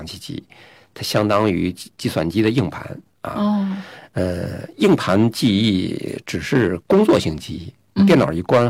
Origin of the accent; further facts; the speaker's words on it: China